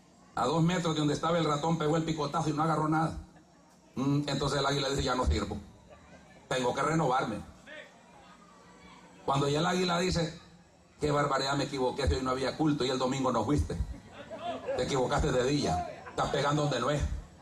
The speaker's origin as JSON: {"language": "Spanish", "country": "El Salvador", "tie": "born or raised there", "also_born_or_lived": "Honduras", "said": "Yo tengo las dos naturalezas, pero no soy piligüey. Soy catracho por nacimiento, nada más sigo hecho luteca, no está mi ombligo allá, la tripa fue la que quedé del ombligo hablando aquí. Pero soy salvadoreño por crecimiento."}